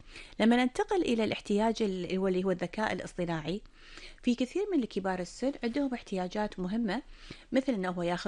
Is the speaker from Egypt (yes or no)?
no; Kuwait; عندنا بالكويت